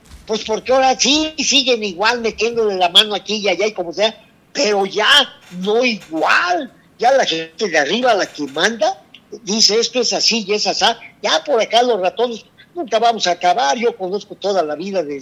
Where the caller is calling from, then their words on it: Mexico; lo pido como buen mexicano